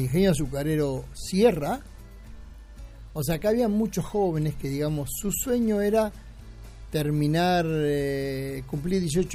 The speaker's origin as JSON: {"language": "Spanish", "country": "Uruguay", "said": "Soy uruguayo."}